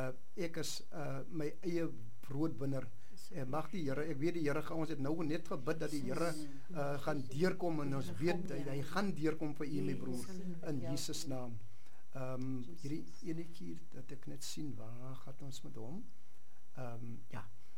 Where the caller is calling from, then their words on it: Wellington, Western Cape, South Africa; Ek is ook ingeskakel uit die Boland in Wellington uit.